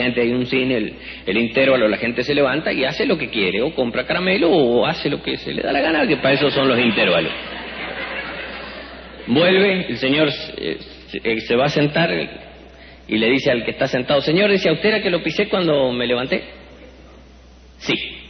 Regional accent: Chaco, Argentina; ya que no soy yo de Buenos Aires, sino yo soy de una provincia que se llama Chaco, que está en el noreste

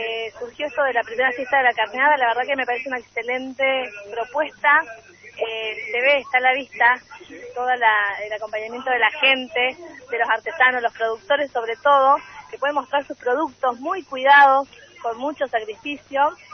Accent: Argentina; now in Río Colorado, Argentina; yo estoy viviendo en Río Colorado, soy oriunda de este pueblo. Vivo en Río Colorado en este momento.

